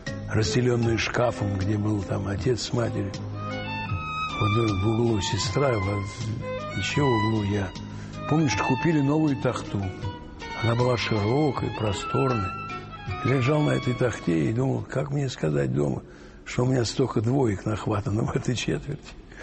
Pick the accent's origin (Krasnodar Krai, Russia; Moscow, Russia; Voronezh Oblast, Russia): Moscow, Russia; Дряной москвич. Родился я на Матросской тишине, который напротив психиатрической больницы, тюрьмы, рынка.